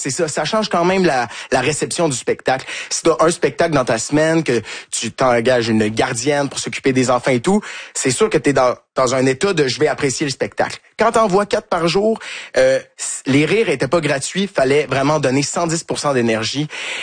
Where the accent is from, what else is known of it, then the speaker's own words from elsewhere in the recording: Quebec, Canada; accent: Québécois; Et du fait qu'on est Québécois aussi, on est dans le sud de la France, c'est un accent qu'ils sont pas habitués d'entendre.